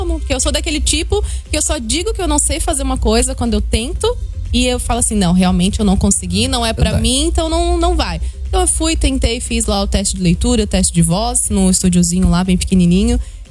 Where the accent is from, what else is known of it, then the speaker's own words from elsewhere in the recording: Rio Grande do Norte, Brazil; Então, eu sou uma menina nordestina. Vim lá do Rio Grande do Norte. Meu pai é caminhoneiro.